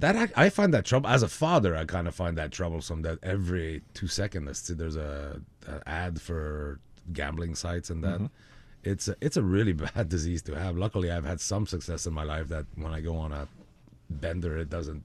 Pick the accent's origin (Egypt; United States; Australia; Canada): Canada; I'm French Canadian